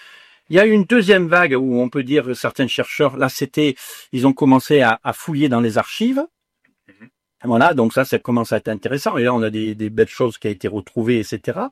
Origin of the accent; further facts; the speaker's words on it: Provence-Alpes-Côte d'Azur, France; born there; Je suis né dans la Sainte Baume.